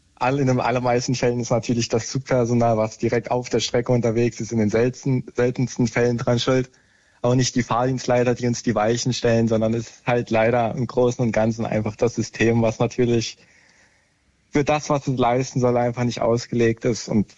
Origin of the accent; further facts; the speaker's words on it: Dresden, Saxony, Germany; Ich komme ja aus Dresden.